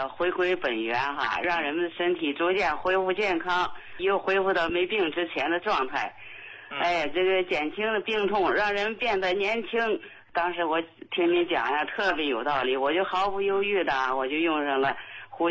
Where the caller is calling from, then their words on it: Harbin, Heilongjiang, China; 胡教授，我是哈尔滨的患者。